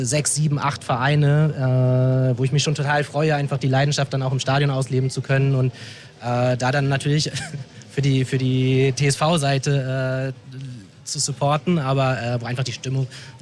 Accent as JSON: {"language": "German", "town": "Osnabrück", "region": "Lower Saxony", "country": "Germany", "said": "Ja, Osnabrück ist raus, meine alte Heimat."}